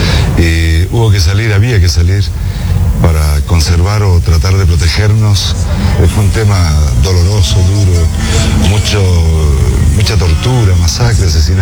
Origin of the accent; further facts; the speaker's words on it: Santiago, Santiago Metropolitan Region, Chile; born there; moved away as an adult; nací en Santiago de Chile, y soy músico, cantor popular.